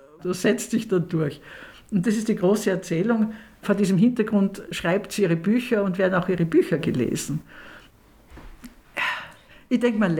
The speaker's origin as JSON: {"language": "German", "region": "Lower Austria", "country": "Austria", "said": "Also das haben wir immer bei uns im Weinviertel draußen in der Kellergasse."}